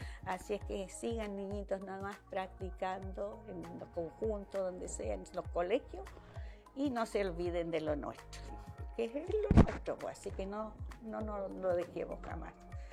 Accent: Tomé, Biobío, Chile; mi Tomé acá, mi ciudad natal.

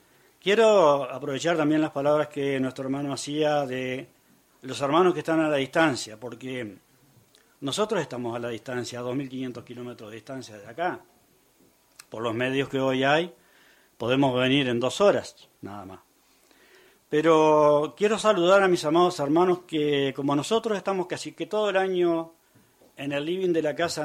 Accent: Uruguay; Bueno, somos hermanos de Uruguay, como lo decían.

